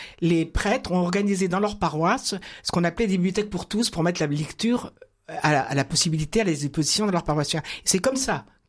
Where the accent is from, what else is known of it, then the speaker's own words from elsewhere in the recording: Caen, Normandy, France; born there; je suis née à Caen, je suis normande et très fière de l'être.